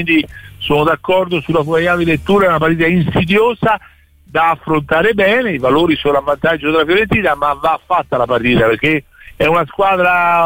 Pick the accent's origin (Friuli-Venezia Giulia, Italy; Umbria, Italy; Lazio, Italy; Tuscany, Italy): Tuscany, Italy; Florence; da fiorentino che ha lavorato 5 anni a Pisa